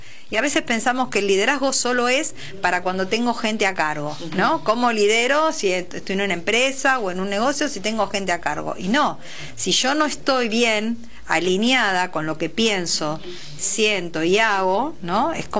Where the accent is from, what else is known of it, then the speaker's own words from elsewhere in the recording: Quilmes, Buenos Aires Province, Argentina; estamos acá, somos de Quilmes. Y queremos fomentar todo esto en nuestra zona, ¿no?